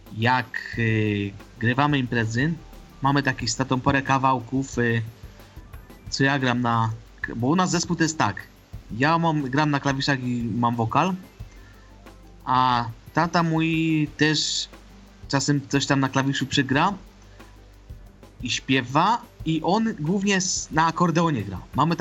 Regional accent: Silesian Voivodeship, Poland; U nas to jest na Śląsku bardzo modne.

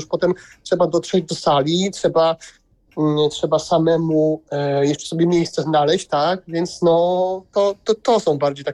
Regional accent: Silesian Voivodeship, Poland; now in Katowice, Poland; bo ja akurat jestem ze Śląska, więc tych duża aglomeracja

